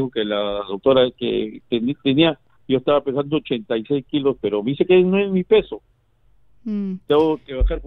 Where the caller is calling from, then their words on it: Chiclayo, Lambayeque, Peru; Le hablo de Chiclayo.